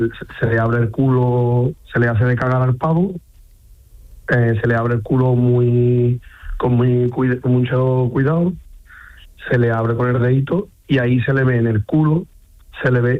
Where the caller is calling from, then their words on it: Campillos, Andalusia, Spain; en Campillo, en Málaga.